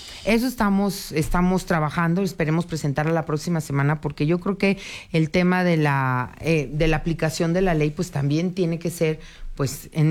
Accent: Mexico; el fútbol, que nos une como mexicanos

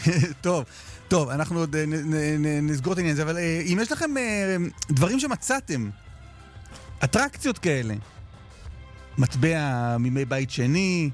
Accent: Jerusalem, Jerusalem District, Israel; כירושלמי, גם ככה קשה לי עם החול

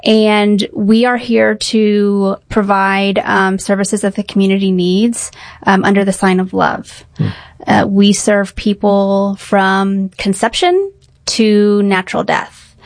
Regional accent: San Antonio, Texas, United States; I'm from San Antonio. I've been in the nonprofit sector my whole career.

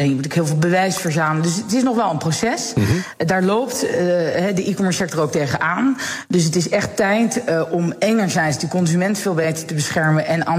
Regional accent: Netherlands; wij als Nederlanders

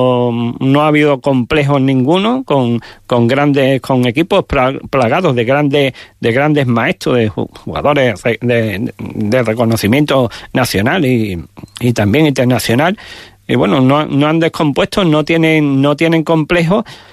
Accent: Extremadura, Spain; nuestros paisanos de Badajoz, paisanos de nuestra región

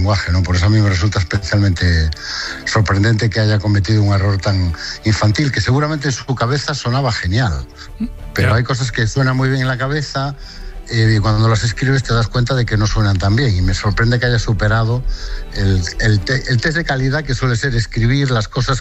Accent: Galicia, Spain; yo soy de la Mariña de Lugo, que es lo más gallego que se puede ser.

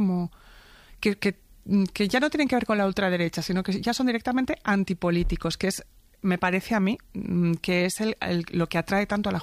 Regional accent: Buenos Aires, Argentina; born there; Yo no soy una migrante de segunda generación, porque yo, por más que nací en Buenos Aires

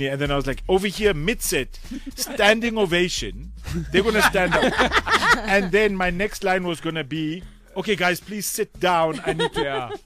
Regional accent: South Africa; So we're all South African.

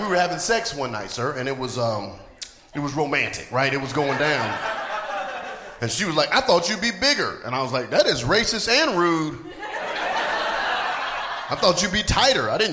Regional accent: North Carolina, United States; also born or lived in Atlanta; But I'm from the South. I'm from Atlanta, went to school in North, or from North Carolina, went to school in Atlanta.

